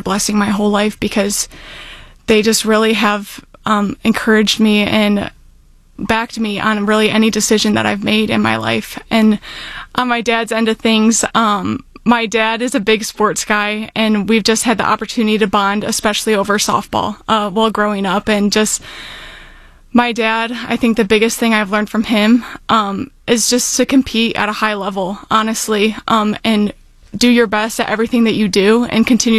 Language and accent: English; Hartland, Michigan, United States; Yes, so born and raised in Heartland, Michigan.